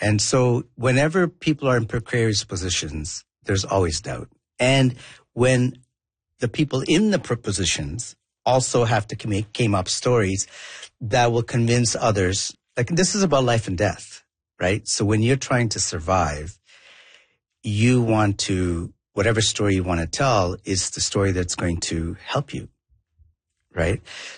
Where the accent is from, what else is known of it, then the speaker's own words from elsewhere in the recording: southern India, India; first language Tamil; English is a second language; now in Toronto, Canada; So I was born and raised in India, in southern India. I'm also Tamil heritage, so my mother tongue is Tamil.